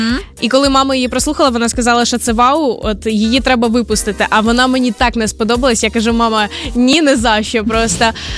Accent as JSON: {"language": "Ukrainian", "town": "Kharkiv", "region": "Kharkiv Oblast", "country": "Ukraine", "said": "я з Харкова"}